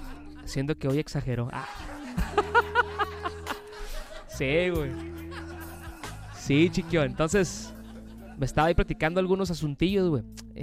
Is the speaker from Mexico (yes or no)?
yes; Punta Banda, Baja California, Mexico; ¿Cómo me identificas que soy de Punta Banda, güey?